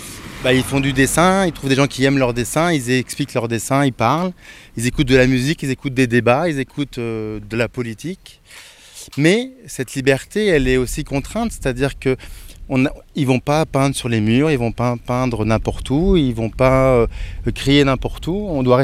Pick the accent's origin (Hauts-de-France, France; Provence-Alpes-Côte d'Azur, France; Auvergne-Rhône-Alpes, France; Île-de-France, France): Île-de-France, France; Paris; Et moi je venais de Paris, donc il y avait beaucoup à Paris, c'était facile.